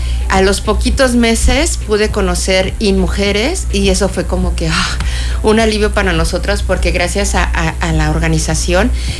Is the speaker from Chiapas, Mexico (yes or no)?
no; Mexico City, Mexico; now in Cancún, Mexico; yo soy de la Ciudad de México.